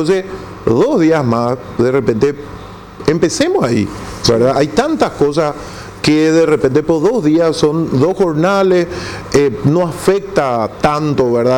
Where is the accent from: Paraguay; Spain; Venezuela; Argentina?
Paraguay